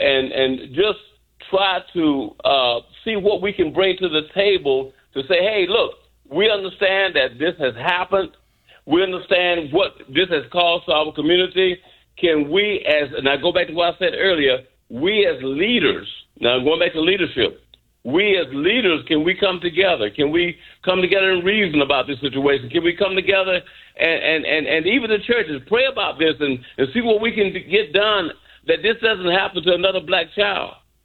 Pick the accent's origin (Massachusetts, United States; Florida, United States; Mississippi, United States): Mississippi, United States; Pascagoula; born there; moved away; being that I grew up somewhat in Mississippi, I know a lot about Mississippi. I was born in the Pascagoula area